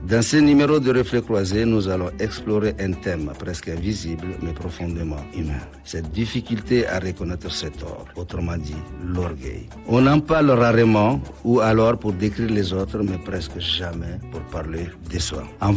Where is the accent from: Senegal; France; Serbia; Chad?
Chad; chez nous au Tchad, très souvent, quand on est petit, là, et on nous dit, le gamin qui joue, qui se bat, tu rentres chez toi, tu pleures, on te dit de ne pas pleurer